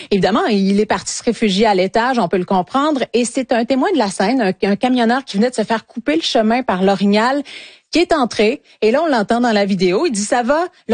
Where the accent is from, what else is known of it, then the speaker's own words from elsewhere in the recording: Lac-Saint-Jean, Quebec, Canada; j'ai grandi au Lac-Saint-Jean.